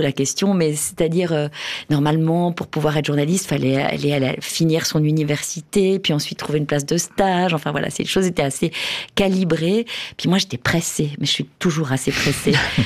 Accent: Biel, Bern, Switzerland; J'ai grandi à Bienne avec ma famille, et en fait on avait des voisins alémaniques

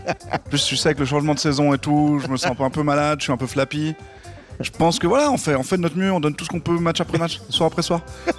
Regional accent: Lausanne, Vaud, Switzerland; born there

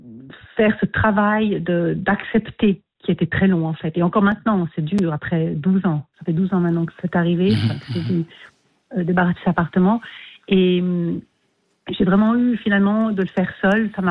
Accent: Geneva, Switzerland; born there; moved away; j'étais adoptée, j'avais un mois et demi. Je suis née à Genève

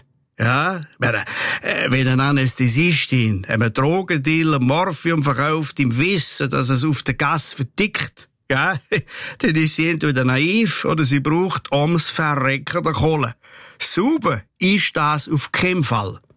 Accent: Switzerland; da sind wir Schweizer nämlich weltweit führend.

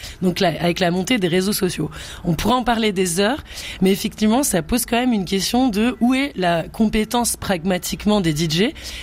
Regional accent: France; en Haute-Savoie, à Lyon, en Rhône-Alpes, puisque je suis française.

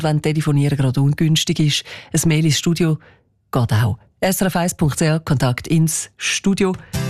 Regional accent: Switzerland; Wir Schweizerinnen und Schweizer

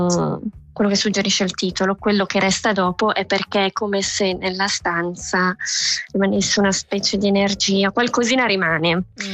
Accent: Bellinzona, Ticino, Switzerland; moved away as an adult; also born or lived in Chur; now in Zurich, Switzerland; Vengo da Bellinzona

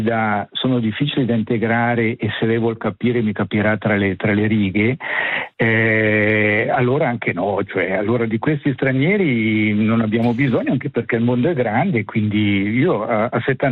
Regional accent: Switzerland; io sono nato e cresciuto in Svizzera

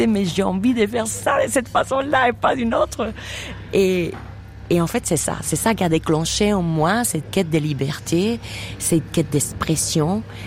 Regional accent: Cuba; moved away; ma tradition à moi cubaine

